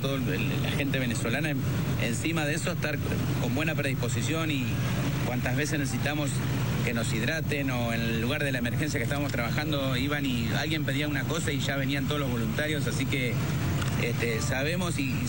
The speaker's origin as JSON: {"language": "Spanish", "country": "Argentina", "said": "somos un grupo de Argentina, se llama AR 13, somos todos bomberos voluntarios de Argentina"}